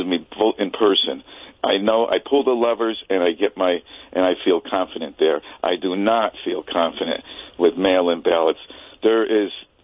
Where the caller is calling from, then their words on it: Connecticut, United States; I'm from Connecticut